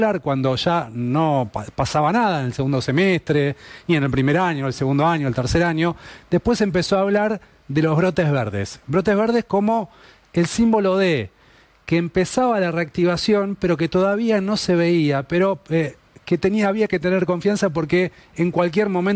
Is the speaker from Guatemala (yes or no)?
no; Buenos Aires, Argentina; Pasé mi infancia, mi adolescencia en Flores.